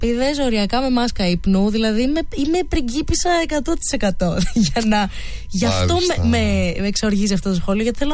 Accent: Karystos, Central Greece, Greece; έχει δρομολόγιο από την Κάριστο που είναι το χωριό μου.

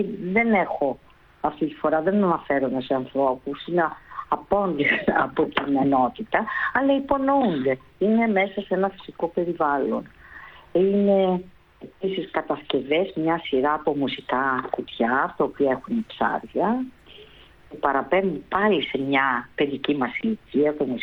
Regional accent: Thessaly, Greece; born there; γεννήθηκα στο Θεσσαλικό κάμπο που είναι γεμάτος από φύση.

